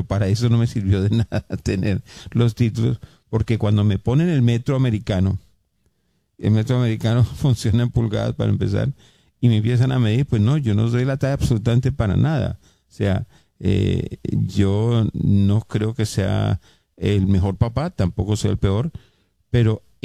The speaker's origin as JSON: {"language": "Spanish", "country": "Colombia", "moved": "as an adult", "lives_now": "United States"}